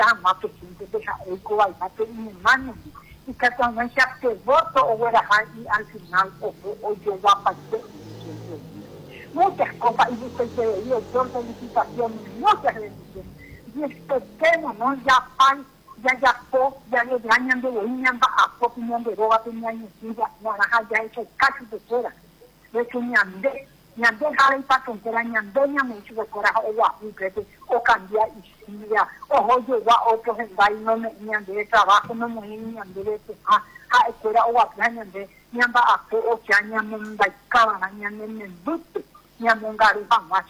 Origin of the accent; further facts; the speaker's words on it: Paraguay; Somos paraguayos.